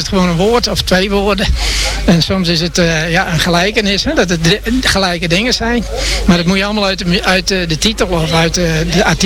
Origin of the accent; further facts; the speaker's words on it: Hantumhuizen, Friesland, Netherlands; Handomhuizen, nou, dat ligt 7 kilometer boven Dokkum. Dus vlakbij Wierum, Holwert, tegen de Zeedijk aan.